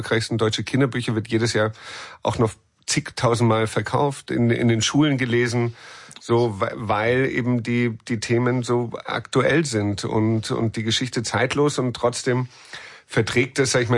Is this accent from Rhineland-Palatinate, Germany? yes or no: no; Munich, Bavaria, Germany; Also auch wenn ich als Münchner dann diesen Stoff mache in Berlin.